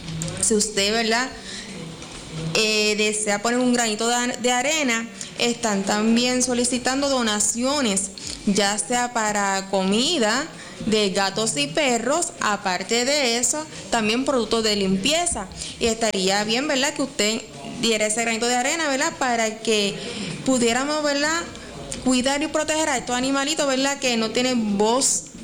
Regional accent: Lajas, Puerto Rico; Y nos mudamos para mi pueblo, mi downtown, Lajas.

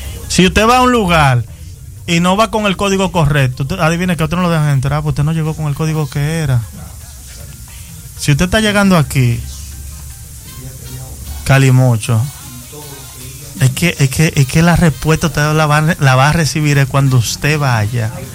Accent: Dominican Republic; Sí, somos dominicanos

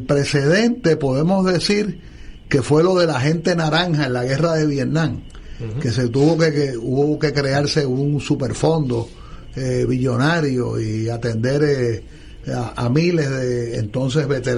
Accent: Puerto Rico; mire, mucho gusto, yo soy fulano de Puerto Rico

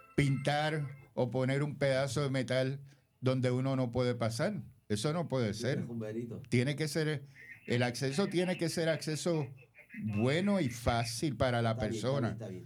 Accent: Mayagüez, Puerto Rico; Somos del área de Mayagüez

